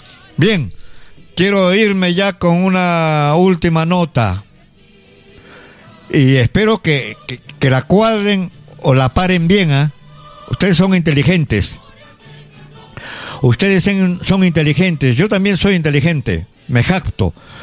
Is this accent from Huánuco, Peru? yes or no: yes; Huánuco, Peru; now in Arequipa, Peru; Yo, por ejemplo, soy huanuqueño, me he casado con una arequipeña